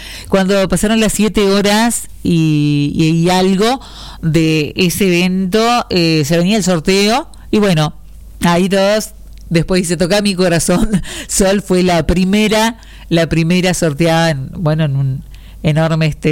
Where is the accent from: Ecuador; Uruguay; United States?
Uruguay; Salto; Para Salto, porque soy salteña